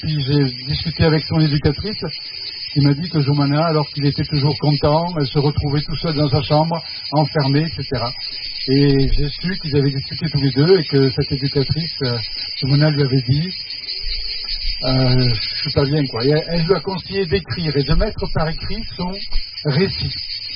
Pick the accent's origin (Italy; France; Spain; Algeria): Spain; Voilà, et moi, je viens de, d'Espagne.